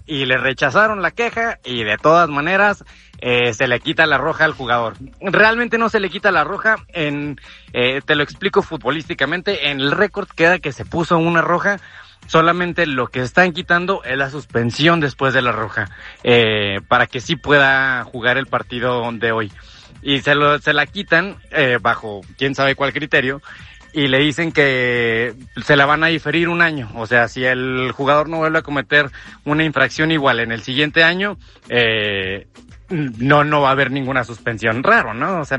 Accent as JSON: {"language": "Spanish", "country": "Mexico", "said": "yo sé que aquí somos todos mexicanos"}